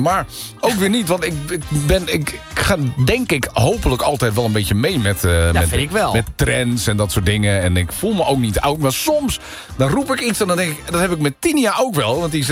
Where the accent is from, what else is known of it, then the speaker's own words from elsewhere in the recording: Friesland, Netherlands; Ja, ik ben een Fries in hart en nier, hoor.